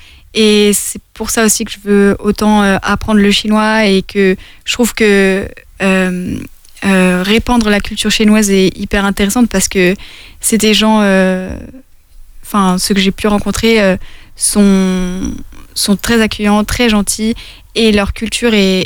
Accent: France; en Chine, par exemple, je leur disais je suis française.

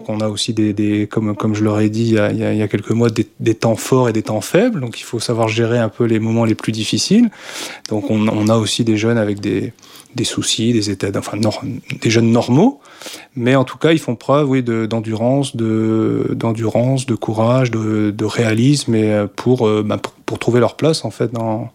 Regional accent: Plougastel, Brittany, France; born or raised there; moved away as an adult

